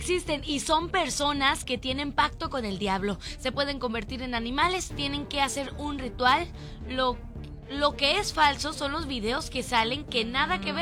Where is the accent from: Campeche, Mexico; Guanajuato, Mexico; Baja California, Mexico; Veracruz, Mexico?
Veracruz, Mexico; Pues yo soy de Veracruz, de la zona norte del estado de Veracruz.